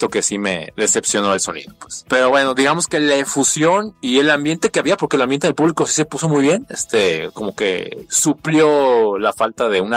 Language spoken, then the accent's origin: Spanish; Guadalajara, Jalisco, Mexico; yo no soy de la Ciudad de México, soy de Guadalajara